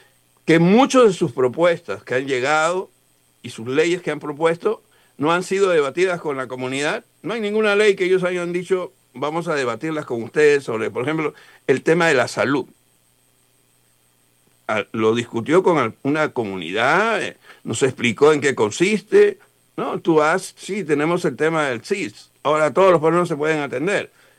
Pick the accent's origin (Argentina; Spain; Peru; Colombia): Peru; moved away